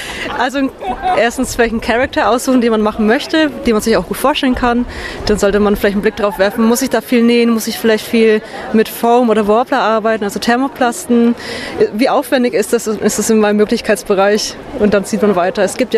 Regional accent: Hamburg, Germany; Aus Hamburg tatsächlich.

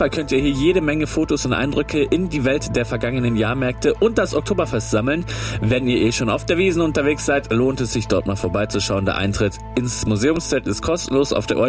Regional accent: France; Ich bin auch eine Französin.

